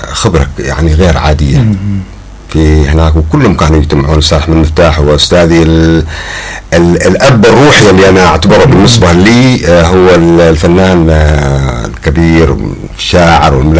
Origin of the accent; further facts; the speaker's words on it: Do'an, Hadramaut, Yemen; انا من مواليد دوعن. وجيت من دوعن اللهجه حقنا كانت مختلفه عن لهجه الساحل